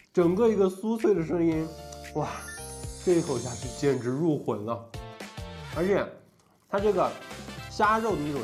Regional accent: Sichuan, China; 我们四川人

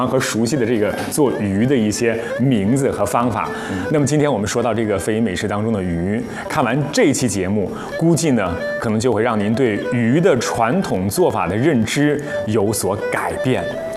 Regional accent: Henan, China; moved away; 我们河南老家的这个黄河鲤鱼

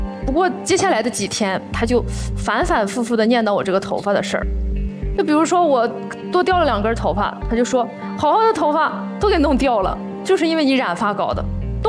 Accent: Changchun, Jilin, China; 我是吉林长春人。

